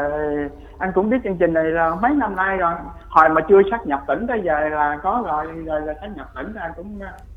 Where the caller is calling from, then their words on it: Đồng Tháp, Vietnam; đến từ Đồng Tháp nè em ơi.